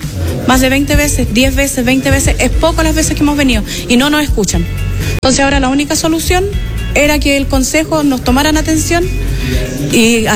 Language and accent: Spanish; Curicó, Maule, Chile; En total somos 25 personas el grupo de nosotros, 25 personas. Las 25 personas somos de Curicó, la mitad es de la población.